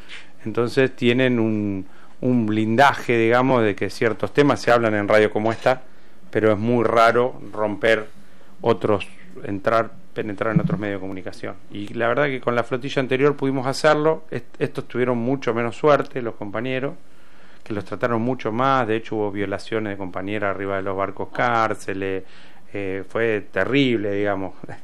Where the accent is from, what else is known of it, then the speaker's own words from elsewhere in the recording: Argentina; Como Argentina le declaramos la guerra.